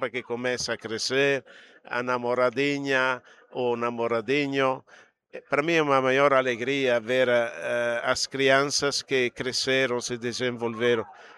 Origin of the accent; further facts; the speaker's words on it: northern Italy, Italy; Portuguese is a second language; moved away; Vou no norte da Itália, perto da minha terra